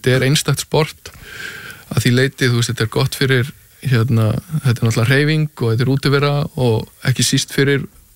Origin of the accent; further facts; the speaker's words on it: Hafnarfjörður, Capital Region, Iceland; ég ólst upp í Hafnarfirðinum að það golfklúmum Keili bara byrjaði þar 7-8 ára gamall.